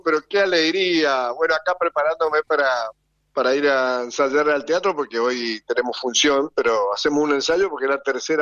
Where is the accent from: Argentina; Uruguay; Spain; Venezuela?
Argentina; Corrientes; nosotros somos del lado del Paraná, digamos … del lado del Paraná